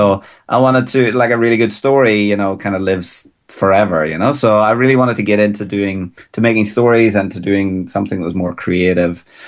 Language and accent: English; Ballycastle, Northern Ireland, United Kingdom; moved away; So I come from Ballycastle up on the North Antrim coast